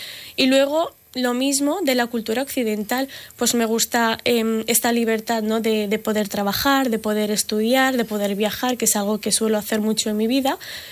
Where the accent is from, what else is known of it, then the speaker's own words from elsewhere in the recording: Rubí, Catalonia, Spain; tengo 28 años. Soy de Rubí, de toda la vida. Mi familia es de origen marroquí, del norte de Marruecos